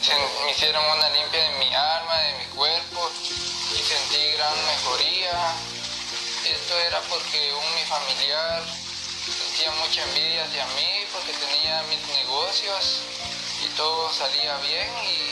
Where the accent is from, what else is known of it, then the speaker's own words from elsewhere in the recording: Tapachula, Chiapas, Mexico; now in Guatemala; tengo 23 años, vengo de Tapachula, estoy viviendo acá en Guatemala.